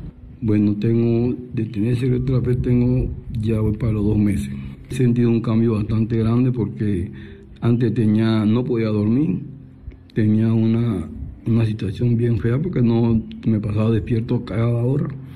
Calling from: Pacora, Panamá, Panama; soy de Pacora.

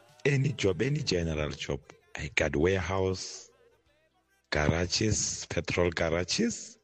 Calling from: Johannesburg, Gauteng, South Africa; You're speaking to … here in Cosmos City.

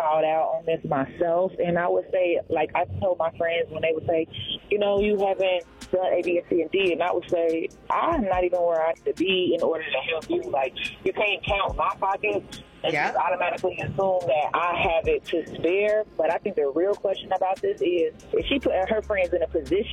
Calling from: Cincinnati, Ohio, United States; I'm calling from Cincinnati.

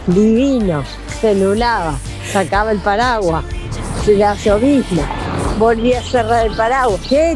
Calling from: Montevideo, Uruguay; del barrio Atahualpa.

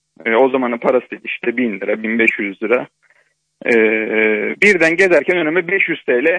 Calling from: Karabük, Turkey; Karabük'ten arıyorum.

